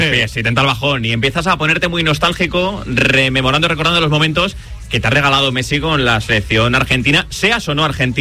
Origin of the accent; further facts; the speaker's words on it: Spain; A nosotros como españoles creo que nos debe enorgullecer un montón